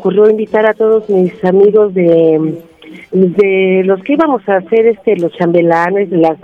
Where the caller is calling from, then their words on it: Nicolás Romero, State of Mexico, Mexico; de aquí, de Nicolás Romero.